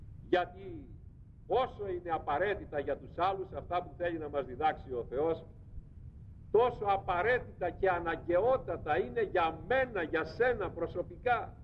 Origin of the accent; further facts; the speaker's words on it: Peloponnese, Greece; moved away; Εκεί κάτω στην Πελοπόννησο, την κάτω Πελοπόννησο, έχουμε και ένα ιδιαίτερο λεξιλόγιο. Ανακατεμένο με λατινικά, με ιταλικά, με ιστορίες.